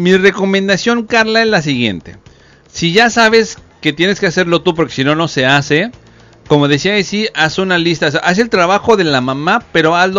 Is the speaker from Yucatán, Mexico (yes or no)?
yes; Yucatán, Mexico; Y son preparados en Yucatán también, orgullosamente de donde soy, obviamente, orgullosamente.